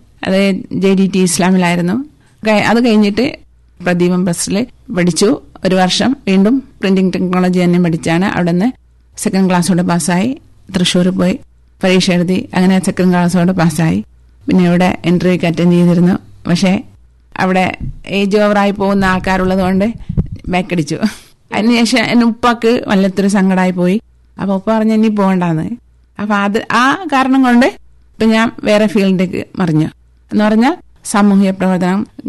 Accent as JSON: {"language": "Malayalam", "town": "Androth", "region": "Lakshadweep", "country": "India", "lives_now": "Kavaratti, India", "said": "ഞാൻ ആന്ധ്രോത്തിൽ നിന്നാണ് വരുന്നത്."}